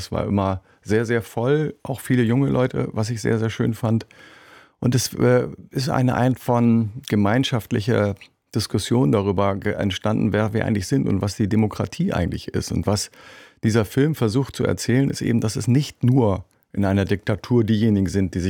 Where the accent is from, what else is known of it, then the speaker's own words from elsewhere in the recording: western Germany, Germany; für mich als Westdeutscher